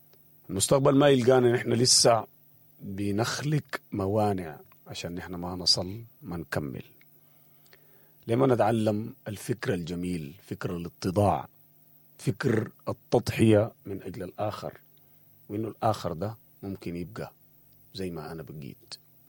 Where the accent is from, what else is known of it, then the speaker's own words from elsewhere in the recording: Sudan; والموضوع ده في حد ذاته مهم جدا لنا أن إحنا كسودانيين وبالذات في الوقت الحالي